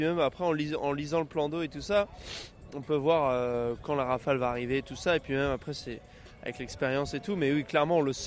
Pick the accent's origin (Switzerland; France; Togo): France; La Baule, Pays de la Loire; Moi, je suis originaire du Pays de la Loire, de La Baule.